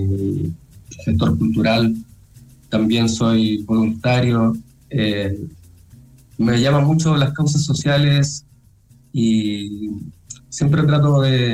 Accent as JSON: {"language": "Spanish", "town": "San Pedro de la Paz", "region": "Biobío", "country": "Chile", "said": "Yo soy de acá de San Pedro, de La Paz, de un sector muy estigmatizado, de Boca Sur, Michaihue, sectores que son prácticamente olvidados para la clase política."}